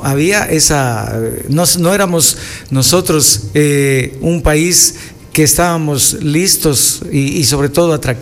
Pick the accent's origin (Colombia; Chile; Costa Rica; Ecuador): Ecuador